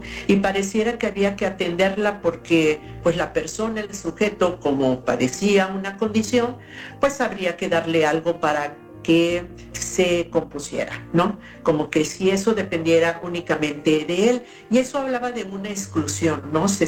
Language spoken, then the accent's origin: Spanish; Mexico